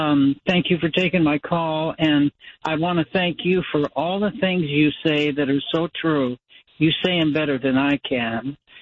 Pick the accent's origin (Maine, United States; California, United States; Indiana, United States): California, United States; Hemet; now in Rosemead, United States; I was born the end of this month, 91 years ago, in Hemet. I've lived here all of my life. I went to school here.